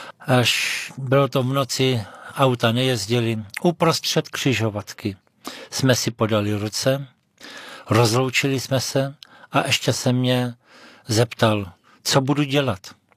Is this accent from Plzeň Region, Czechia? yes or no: no; Vysočina Region, Czechia; přišel jsem na Moravu, přestěhoval jsem se z Vysočiny na Prostějovsko